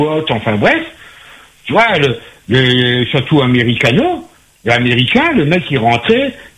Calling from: Réunion; je kiffais vraiment en tant que Réunionnais, hein, je l'assume.

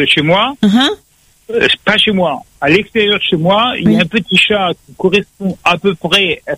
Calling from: Saint-Pierre, Réunion; Moi, je suis à Saint-Pierre, du côté de la ravine des Cabris.

